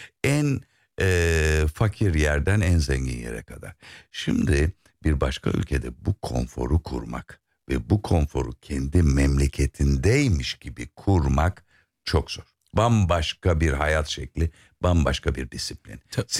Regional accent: Bodrum, Muğla, Turkey; born there; hem ikametim Bodrum'da hem nüfusum orada. Çünkü annemin yaptığı ikinci evlilikten dolayı ben Bodrumlu oldum ta 70'lerin başından itibaren. Şimdi orası benim memleketim.

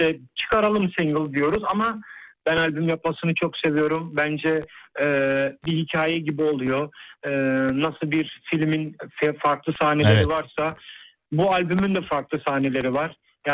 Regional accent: Netherlands; now in Istanbul, Turkey; Aynen, Hollanda doğma büyüme. Şu an İstanbul'dayım. Burada yaşıyorum.

